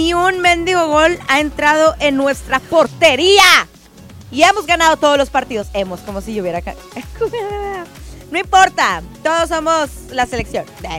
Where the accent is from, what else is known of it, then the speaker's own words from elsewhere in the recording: Mexico; me encanta este feeling que todos como mexicanos estamos agarrando